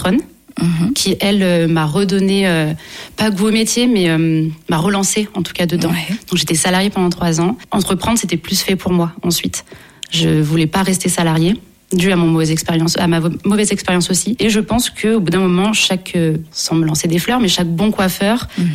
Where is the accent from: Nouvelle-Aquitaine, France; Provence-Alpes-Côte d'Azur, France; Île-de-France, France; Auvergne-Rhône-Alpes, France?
Auvergne-Rhône-Alpes, France; j'ai 31 ans, je suis maman aussi, je viens du Beaujolais. Alors puis une pure souche.